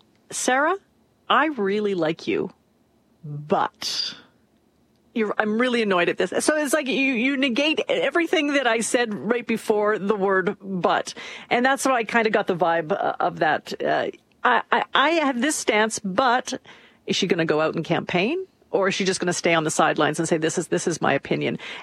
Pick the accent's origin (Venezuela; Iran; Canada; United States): Canada; I'm from Canada.